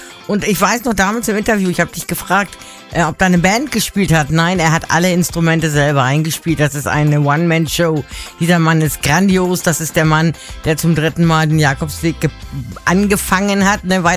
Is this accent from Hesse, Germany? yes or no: no; Hamburg, Germany; Ich komme nicht aus den östlichen Bundesländern. Ich bin Hamburger, denn bei uns heißt das Zwiebel.